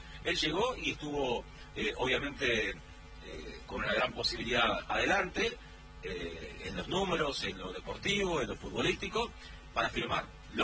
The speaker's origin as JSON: {"language": "Spanish", "country": "Argentina", "said": "y los argentinos decimos lo mismo a la selección"}